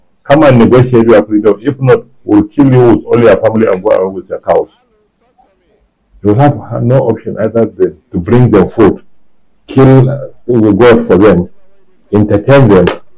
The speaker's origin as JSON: {"language": "English", "country": "Nigeria"}